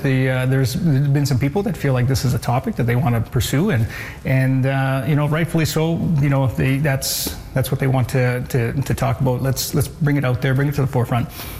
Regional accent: Lloydminster, Canada; also born or lived in Edmonton, Canada; Born and raised in Lloydminster, I did spend some time outside of Lloydminster. I lived in Edmonton and I lived in overseas a little bit. And work took me wherever. But been back in Lloyd now for quite a while.

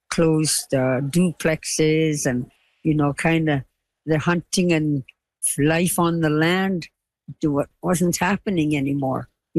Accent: Cambridge Bay, Nunavut, Canada; now in Edmonton, Canada; I was a young child. Cambridge Bay was where I had started school. There was the village, and we lived up on the dew line site.

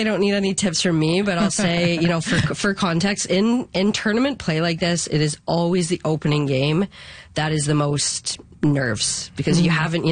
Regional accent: Oakville, Ontario, Canada; And I had that because I grew up in Oakville, Ontario, that had a big youth soccer club. I was near Toronto that had access to a youth national team pathway.

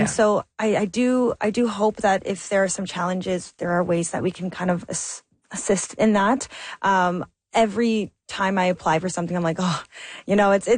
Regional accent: Thunder Bay, Ontario, Canada; moved away as an adult; I came from Thunder Bay, Ontario, which yes, is a city into some extent, but it's not Toronto, and that's where the industry is, and that's where I needed to be.

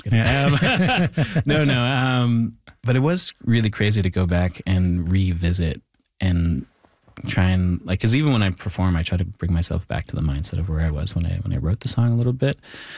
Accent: Thunder Bay, Ontario, Canada; growing up in Thunder Bay, where, like, you know, there is, like, you know, a lot of tensions between the indigenous and non-indigenous communities up there.

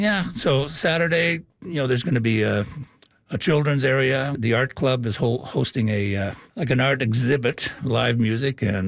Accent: Lively, Ontario, Canada; You didn't care because you were playing with their kids and growing up in Lively.

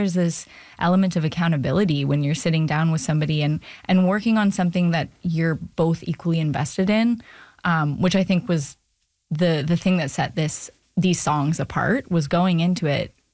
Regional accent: Vancouver, British Columbia, Canada; we're both from Vancouver and the community is pretty small

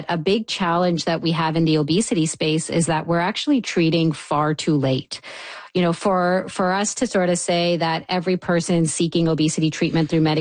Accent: Canada; I think as a Canadian population, we would be so much better off

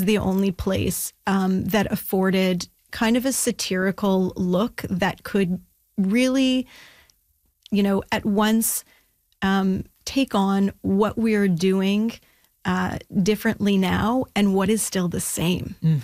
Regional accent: Ottawa, Ontario, Canada; I'm actually from Ottawa originally, but I did come with when I visited friends and family in the city.

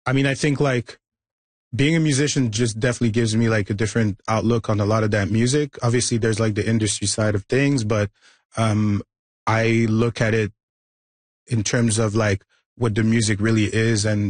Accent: Mali; I'm from Mali.

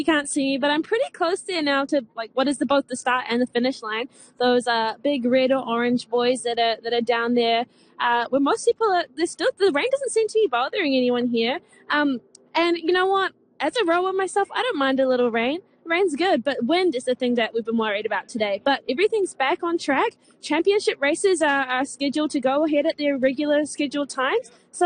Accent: Wellington, New Zealand; I'm from Wellington, which is, some lists say, the most windy city in the whole world. So I'm used to plenty of wind.

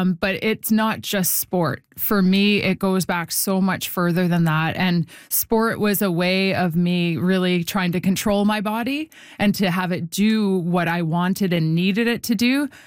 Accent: Winnipeg, Manitoba, Canada; It was community sport growing up in Winnipeg

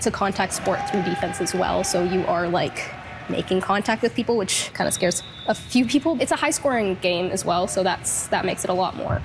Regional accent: Egypt; I'm originally from Egypt, and handball's like a much bigger thing back there.

